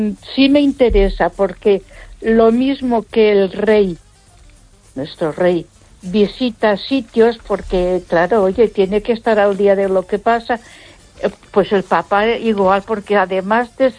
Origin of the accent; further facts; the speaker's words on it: Barcelona, Catalonia, Spain; A Barcelona, porque yo creo que ya te lo dije. Yo me crié en la Avenida Gaudí, que está muy cerquita de la Sagrada Familia.